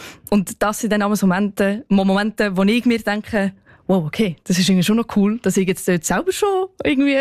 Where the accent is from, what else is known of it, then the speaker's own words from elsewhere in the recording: Solothurn, Switzerland; Ja, genau. Ich bin eher der Kaffmensch aus dem 200-Seelendorf.